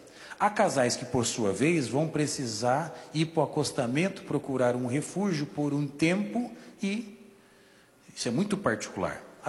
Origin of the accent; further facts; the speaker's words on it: São Joaquim, Santa Catarina, Brazil; born there; now in São Paulo, Brazil; Eu nasci em São Joaquim, que é a terra mais fria, a terra mais gelada. E é um frio diferente lá no, na Serra de Santa Catarina, né?